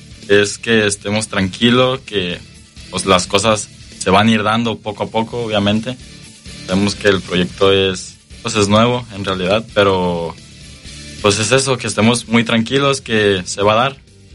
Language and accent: Spanish; Veracruz, Mexico; Yo sé que acá en Veracruz es una plaza muy, muy grande, mucha gente, mucha afición, muy, pues sí, mucha gente que le gusta el fútbol y pues igual es pues donde nací, mi tierra.